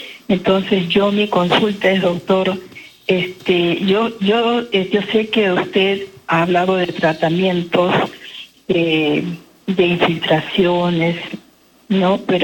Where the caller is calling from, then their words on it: Lima, Peru; llamo desde San Martín de Porres.